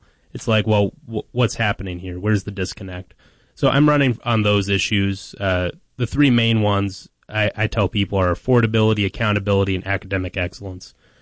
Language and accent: English; Minnesota, United States; I grew up here in Minnesota.